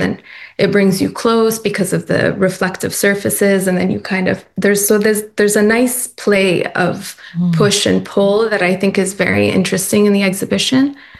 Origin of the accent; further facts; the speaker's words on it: Canada; Still very attached to Toronto and Canada. And I am Canadian, so yeah, I think I made the move during COVID.